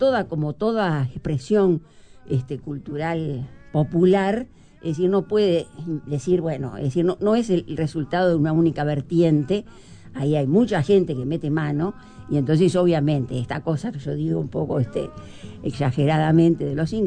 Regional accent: Uruguay

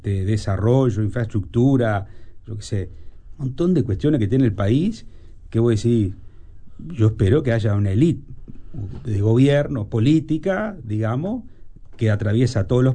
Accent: Flores, Uruguay

